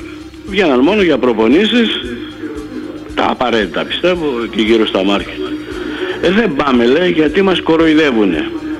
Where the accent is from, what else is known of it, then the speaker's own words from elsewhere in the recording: Drama, Eastern Macedonia and Thrace, Greece; now in Volos, Greece; Και λίγο τη δόξα δράμα στην πατρίδα μου.